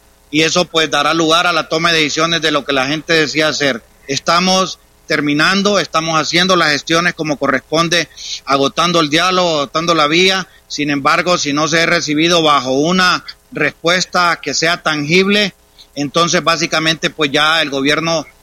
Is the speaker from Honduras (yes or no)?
yes; Honduras; porque al final de cuentas también somos hondureños